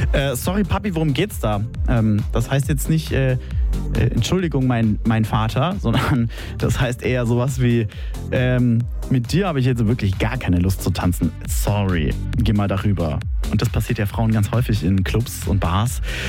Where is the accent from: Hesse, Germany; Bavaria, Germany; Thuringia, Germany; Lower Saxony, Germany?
Bavaria, Germany; Leute, ich komme aus Franken und da sagen wir zum heutigen Tag schöner Donnerstauch.